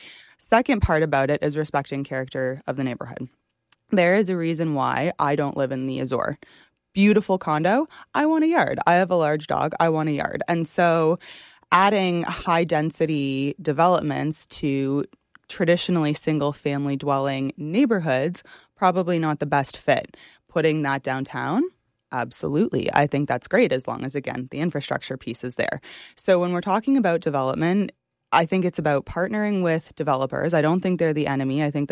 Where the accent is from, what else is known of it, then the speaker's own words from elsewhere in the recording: Ontario, Canada; I'm actually from Old North